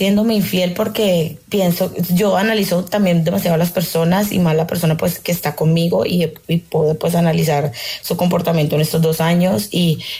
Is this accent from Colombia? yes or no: yes; Colombia; now in Spain; Bueno, actualmente yo vivo en España, pero pues soy de Colombia.